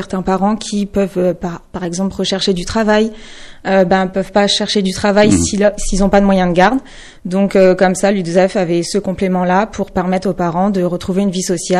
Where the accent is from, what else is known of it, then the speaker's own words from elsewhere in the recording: Mercy-le-Bas, Grand Est, France; Non, je ne suis pas originaire de Longuyon, je suis originaire de Mercy-le-Bam.